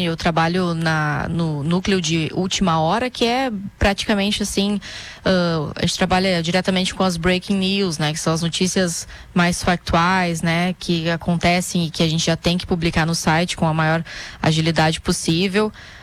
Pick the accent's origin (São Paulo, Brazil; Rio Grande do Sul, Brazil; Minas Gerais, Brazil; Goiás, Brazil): Rio Grande do Sul, Brazil; Cachoeira do Sul; moved away as an adult; now in Porto Alegre, Brazil; Não, eu sou natural de Cachoeira do Sul.